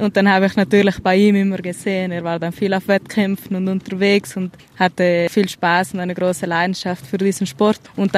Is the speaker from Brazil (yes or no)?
no; Trentino-Alto Adige, Italy; wir sind hier in den Bergen aufgewachsen. Hier liegt immer viel Schnee.